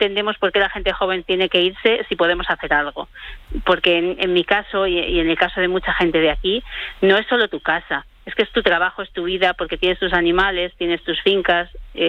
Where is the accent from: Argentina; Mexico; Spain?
Spain; Fariza, Castile and León; Fariza, mi pueblo es Fariza, sí.